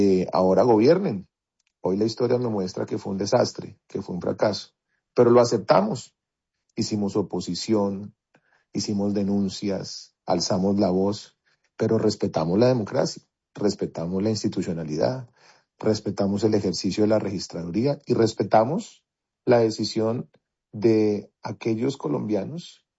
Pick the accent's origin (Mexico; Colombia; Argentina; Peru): Colombia; a entender que somos colombianos y que vamos a gobernar para todos. En Colombia cabemos todos.